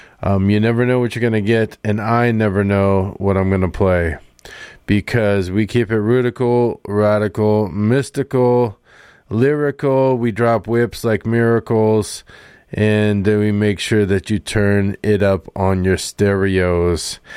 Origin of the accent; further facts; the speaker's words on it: Bend, Oregon, United States; I'm from Bend. I just jump in the Deschutes.